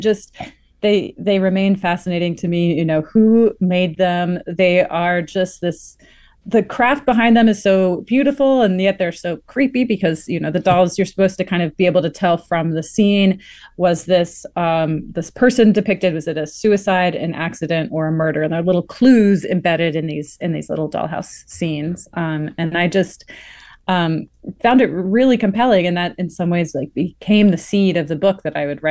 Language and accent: English; East Coast, United States; I've spent most of my career living in Texas, although I'm from the East Coast.